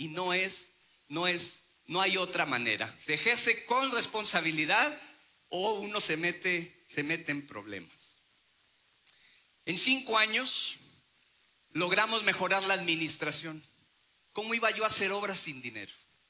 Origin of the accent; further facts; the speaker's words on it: San Luis Potosí, Mexico; los potosinos estamos llamados a reconciliarnos